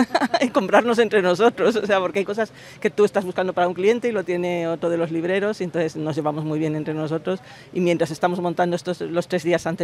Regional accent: Salamanca, Castile and León, Spain; Soy de Salamanca, pero llevo ya como 15 años viniendo a las ferias.

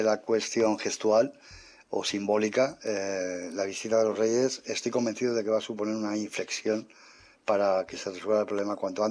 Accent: Valencian Community, Spain; Yo como valenciano

